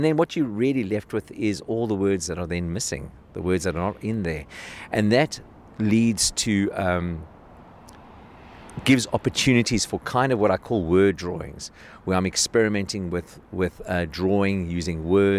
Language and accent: English; South Africa; As a South African artist, like many of my attributes, Jewish, South African, I grew up under apartheid